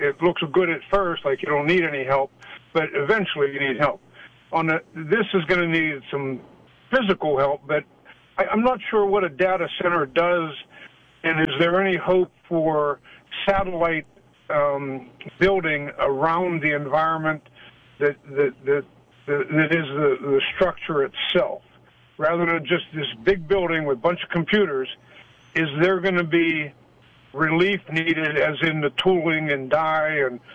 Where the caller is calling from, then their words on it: Youngwood, Pennsylvania, United States; I'm from Pittsburgh, Youngwood area, New Stanton, Westmoreland County.